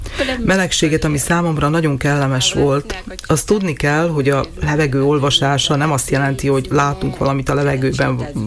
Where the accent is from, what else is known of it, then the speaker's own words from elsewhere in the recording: northern Japan, Japan; Hungarian is a second language; moved away as an adult; now in Slovakia; Én egy kisvárosból származom, Japán északi részéről, ami tulajdonképpen egy falu, még ha városnak is mondják.